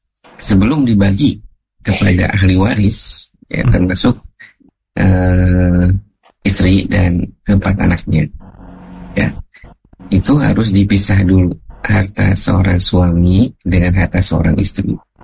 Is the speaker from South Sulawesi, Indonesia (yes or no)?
no; Cilacap, Central Java, Indonesia; Dekat saya, isi saya dari Cilacap juga, dari Majenak. Berdekatan sekali ya.